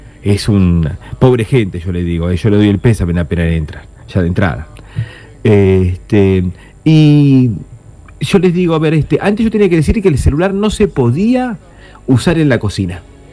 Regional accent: Argentina; como buenos argentinos y argentina

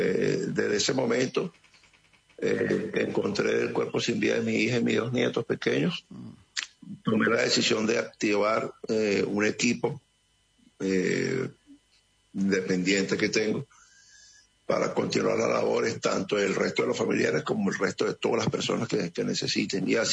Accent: El Salvador; Yo vengo, un ejemplo, ¿no? Yo vengo de El Salvador, pero como que vinieron a curiosear.

